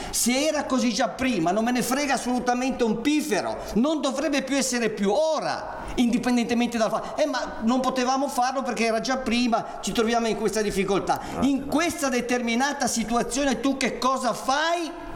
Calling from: Genoa, Liguria, Italy; Io che abito in via del Campo

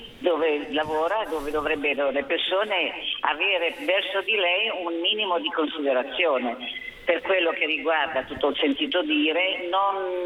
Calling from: Genoa, Liguria, Italy; Io sono di Bolzaneto

